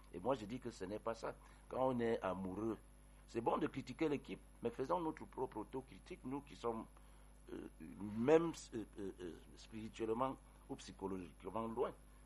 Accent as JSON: {"language": "French", "country": "Cameroon", "said": "Quand les Lions jouent, on est Camerounais."}